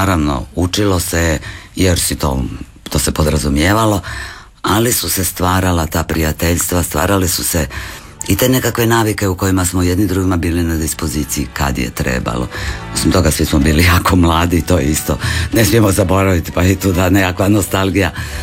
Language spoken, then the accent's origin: Croatian; Siverić, Šibenik-Knin County, Croatia; moved away as an adult; Nekako svi smo išli studirati u Zagreb nakon te Drniške gimnazije.